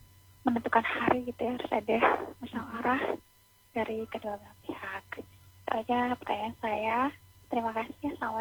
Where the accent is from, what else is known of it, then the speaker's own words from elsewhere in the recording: Sulawesi, Indonesia; Contoh kayak saya orang Sulawesi, tapi masih ada biasanya kalau pelamaran itu harus melihat hari yang baik gitu ya.